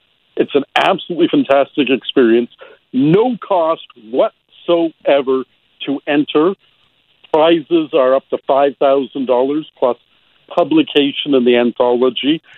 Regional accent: Canada; I'm the Canadian judge.

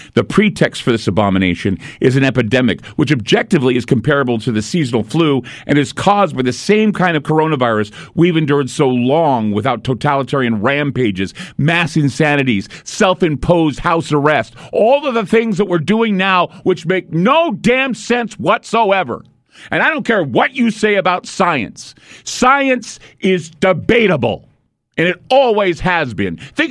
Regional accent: United States; That was me understanding what it meant to be an American.

